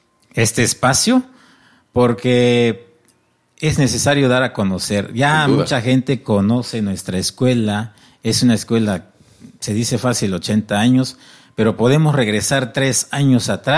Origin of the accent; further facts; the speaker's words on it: Unión Hidalgo, Oaxaca, Mexico; Y mire que yo soy de Unión Hidalgo, yo no soy de Juchitán, soy de Unión